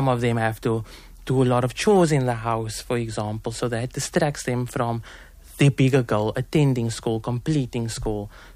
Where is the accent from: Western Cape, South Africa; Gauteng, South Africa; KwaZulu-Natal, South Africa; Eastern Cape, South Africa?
Western Cape, South Africa; Manenberg; And I don't want Menenberg, oh, I come from Menenberg, I don't want that to be the end goal. You know, when people see you come from Menenberg, they have this narrative, oh, it's gangsterism, it's poverty, it's people that drop out of school.